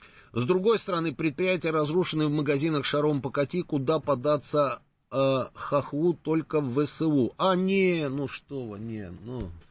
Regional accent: Moscow, Russia; Я говорю, из Москвы. О, чую же говор.

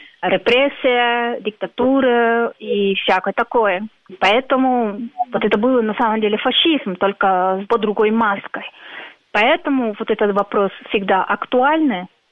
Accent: Colombia; moved away; Я, поскольку из Колумбии

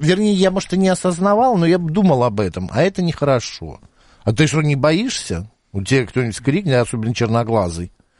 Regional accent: Moscow, Russia; я из Москвы.

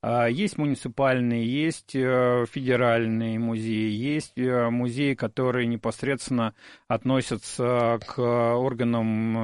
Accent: Moscow, Russia; То есть, как бы, понятие коренного москвича для меня, как коренного москвича, не существует.

